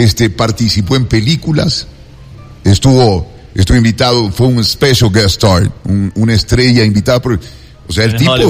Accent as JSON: {"language": "Spanish", "country": "Ecuador"}